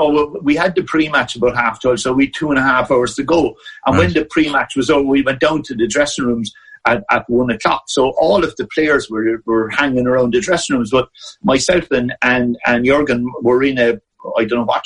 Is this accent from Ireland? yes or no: yes; Wexford, Leinster, Ireland; moved away; where I was originally from Wexford, so we had the BBC over there.